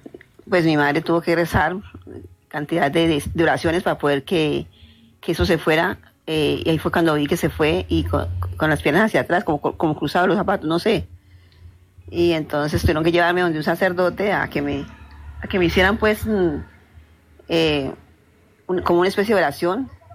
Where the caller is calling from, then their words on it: Palmira, Valle del Cauca, Colombia; Desde Palmira Valle.